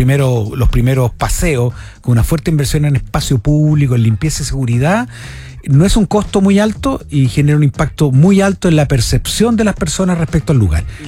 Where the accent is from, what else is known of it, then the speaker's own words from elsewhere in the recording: Viña del Mar, Valparaíso, Chile; Yo no soy porteño. De hecho, soy viñamarino, estoy al lado